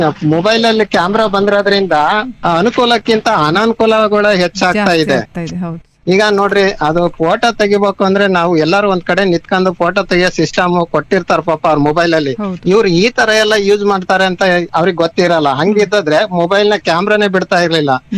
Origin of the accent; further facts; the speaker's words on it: Karnataka, India; ನಮ್ಮೂರಿಂದ Nyamathi 9 kilometre ಆಗುತ್ತೆ